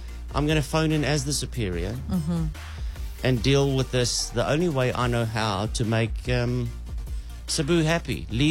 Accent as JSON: {"language": "English", "country": "Botswana", "said": "Oh, I can't speak Zulu. I come from Botswana."}